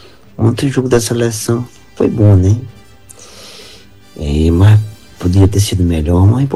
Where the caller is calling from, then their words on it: Campo Maior, Piauí, Brazil; Foi muito animado também aqui em Campo Maior.